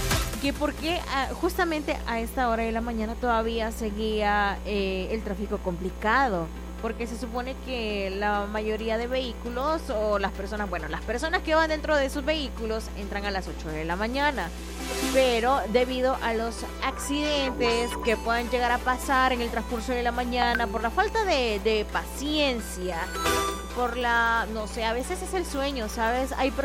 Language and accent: Spanish; El Salvador; es algo que nos caracteriza como salvadoreños